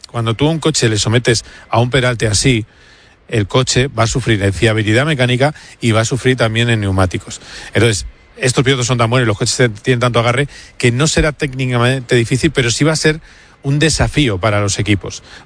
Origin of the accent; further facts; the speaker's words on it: Madrid, Community of Madrid, Spain